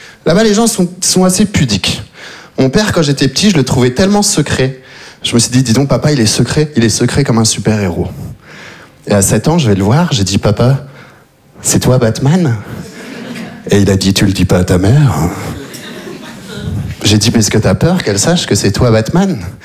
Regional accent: Belgium; born or raised there

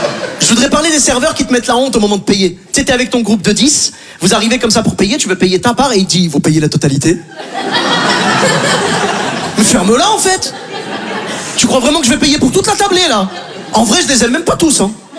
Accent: Haiti; now in Paris, France; Je suis très fier en tant qu'Haïtien de vivre à Paris, ok?

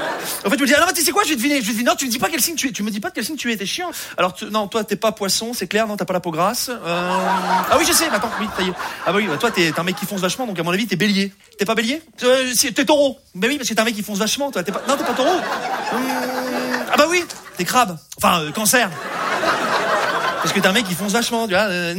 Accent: Rouen, Normandy, France; je viens de Rouen, voilà, je vous le dis. Hein, je sais pas si vous connaissez un peu Rouen, c'est la Normandie, voilà. Rouen, c'est la ville aux 100 clochers

